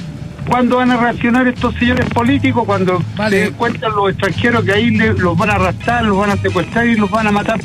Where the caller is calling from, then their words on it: Chile; Están inocentes, somos los chilenos, César.